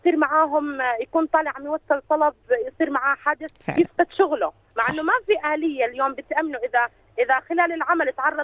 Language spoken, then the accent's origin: Arabic; Jordan; عندنا بالأردن